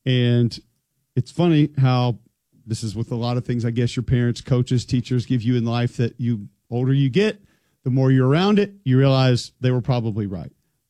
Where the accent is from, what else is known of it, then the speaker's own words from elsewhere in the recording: Alabama, United States; And specifically with my two children with me, we're in town from Alabama.